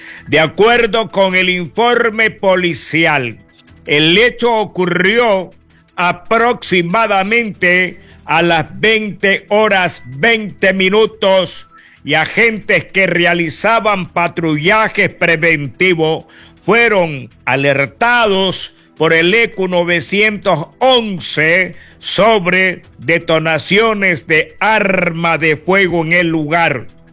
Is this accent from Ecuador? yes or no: yes; El Oro, Ecuador; Son las 6 de la mañana, 26 minutos, 35 segundos en la provincia del Oro, en mi país, Ecuador